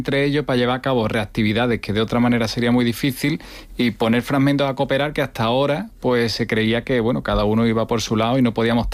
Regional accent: Seville, Andalusia, Spain; Yo vine a Sevilla porque soy de Sevilla, hice mi tesis de hecho en ese mismo sitio

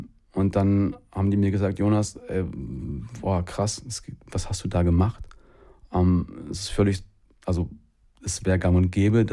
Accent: Hesse, Germany; born there; moved away as an adult; also born or lived in Los Angeles; also ich bin im Dorf groß geworden, so, hab dann in Gießen mein Abi gemacht

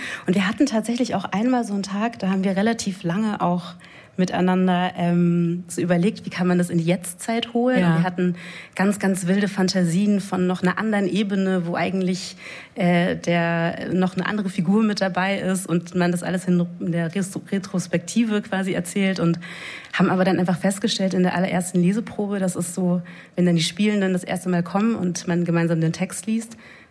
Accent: Southern Germany, Germany; Nee, ich komme aus Süddeutschland.

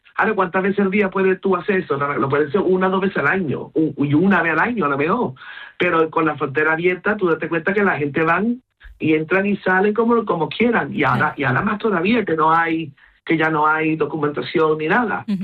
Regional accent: Gibraltar; also born or lived in India; Sí, yo nací en la India, me crié en Gibraltar. Mis padres son indios

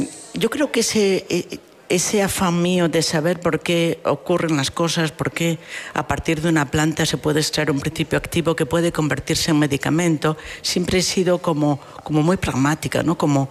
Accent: Carrizo de la Ribera, Castile and León, Spain; moved away; Me siento tremendamente unida a mi pueblo de Carrizo

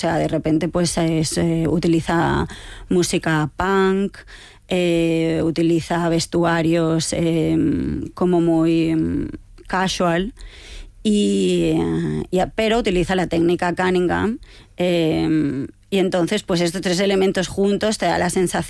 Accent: Spain

